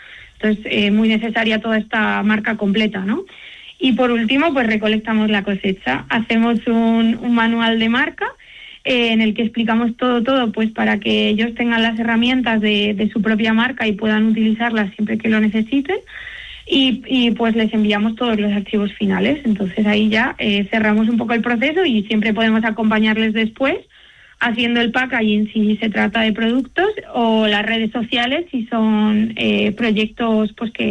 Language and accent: Spanish; Castile and León, Spain; un pueblo de la zona del Valle del Tietar, que es de donde soy yo